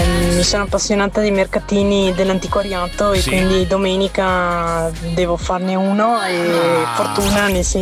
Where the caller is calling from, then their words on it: Treviso, Veneto, Italy; da Treviso.